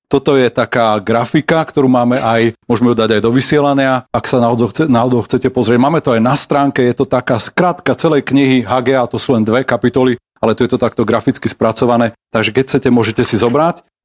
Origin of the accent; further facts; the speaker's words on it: Liptovský Hrádok, Žilina Region, Slovakia; moved away as an adult; now in Bratislava, Slovakia; keď som ako študent prišiel do Bratislavy na začiatku statier z Vašca, keď som z Liptovského hradku, tam som chodil na Gimpel, keď som sem prichádzal prvýkrát